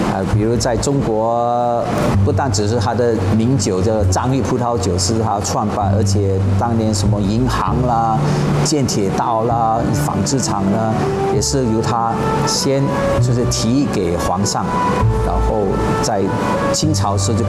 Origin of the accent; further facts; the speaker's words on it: Penang, Malaysia; 我是在槟城土生土长的华人。